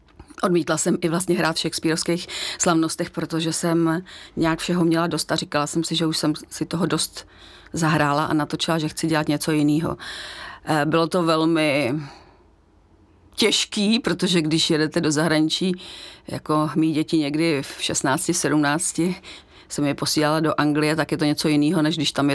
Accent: Kladno, Central Bohemian Region, Czechia; Komunisti zapomněli na náš velký byt v Kladně, já jsem z Kladna.

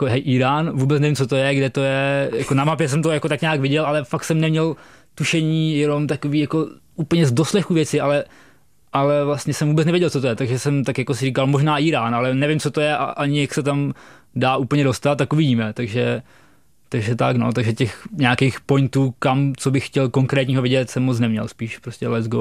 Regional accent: Chotěboř, Vysočina Region, Czechia; No a jednou dokonce v mém rodním městě, jako v Chotěboři, tam stopoval na konci města nějaký týpek

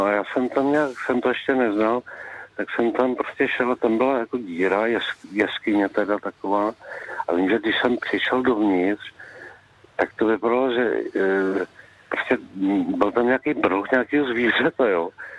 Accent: Moravia, Czechia; my jsme původně z Moravy, jako.

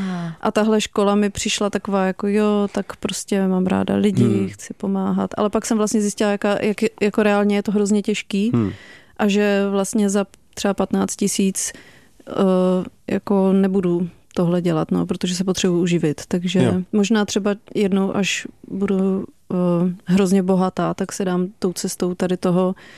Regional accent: Moravia, Czechia; Já jsem původně z Moravy, takže.

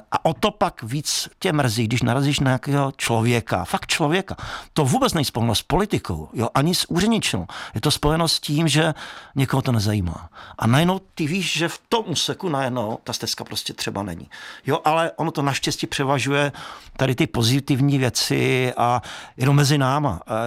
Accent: Olomouc, Olomouc Region, Czechia; Tak jako jsem z Olomouce, takže nejvíc mě pálí to, že není, a já bydlím v Chomoutově

